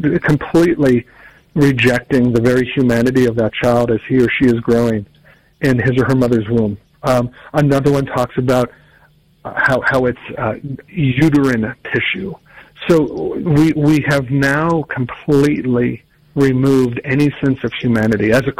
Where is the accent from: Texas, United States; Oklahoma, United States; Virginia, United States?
Virginia, United States; in my home state of Virginia